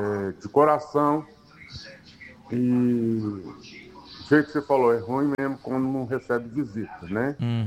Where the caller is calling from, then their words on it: Brazil; Eu sou aqui do Bela Vista.